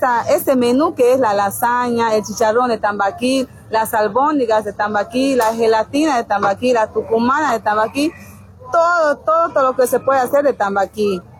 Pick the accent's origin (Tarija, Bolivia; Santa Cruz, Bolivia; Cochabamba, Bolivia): Cochabamba, Bolivia; Entre Ríos; yo soy de aquí del municipio de Entre Ríos